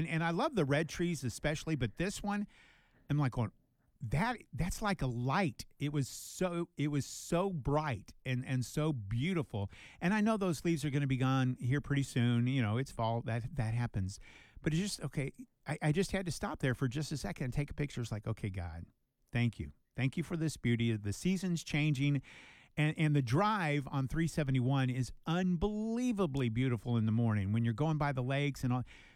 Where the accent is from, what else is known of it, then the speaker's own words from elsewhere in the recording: San Diego, California, United States; also born or lived in Texas; now in Minnesota, United States; I grew up in the South. First of all, think of growing up in Southern California, San Diego, where you either have evergreen trees or no trees. I mean, it's not a lot of trees in the area. It's a very desert area. Then I moved to Texas